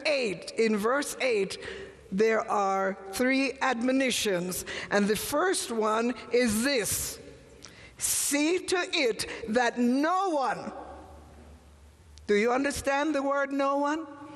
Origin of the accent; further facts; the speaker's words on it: England, United Kingdom; also born or lived in Jamaica; now in United States; I was born in Jamaica, raised in England, lived most of my life in America